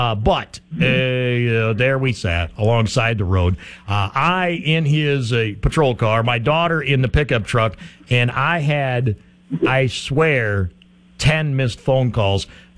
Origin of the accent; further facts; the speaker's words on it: Stickney, United States; the Chicken Ranch, which is just north of my hometown of Stickney, 10 miles, right?